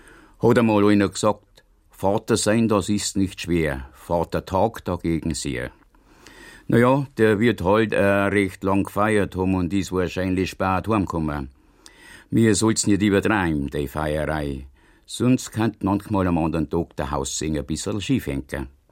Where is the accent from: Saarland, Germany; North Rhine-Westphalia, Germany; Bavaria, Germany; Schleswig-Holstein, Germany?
Bavaria, Germany; Niedermurach; born or raised there